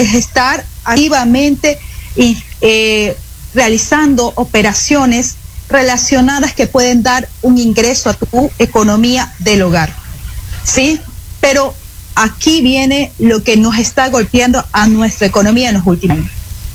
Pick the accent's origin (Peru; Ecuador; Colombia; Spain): Ecuador